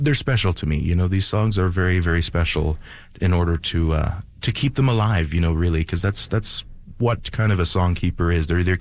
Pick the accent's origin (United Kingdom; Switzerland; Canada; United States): Canada; Sucker Creek, Alberta